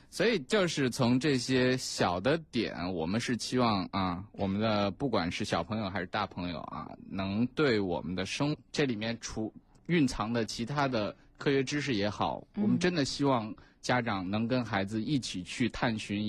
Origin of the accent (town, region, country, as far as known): China